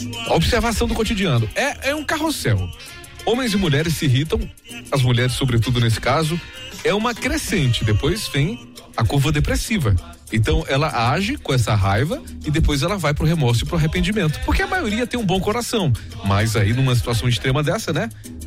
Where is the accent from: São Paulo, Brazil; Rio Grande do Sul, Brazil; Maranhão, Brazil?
Maranhão, Brazil; Imperatriz; Sou de Imperatriz